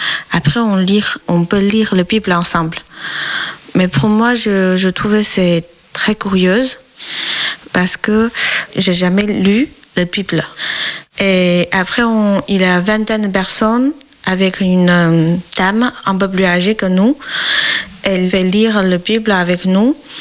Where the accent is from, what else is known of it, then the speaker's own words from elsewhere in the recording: Wuhan, Hubei, China; French is a second language; now in France; Je viens de Chine, au centre-ville, s'appelle Wuhan, à côté de la rivière de Yangtze.